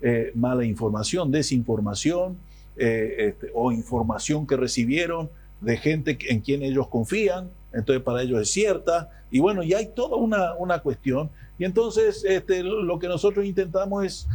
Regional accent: Paraguay

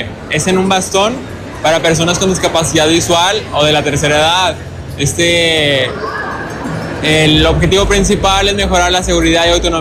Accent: Zacatecas, Mexico; Zacatecas del Norte, desde México

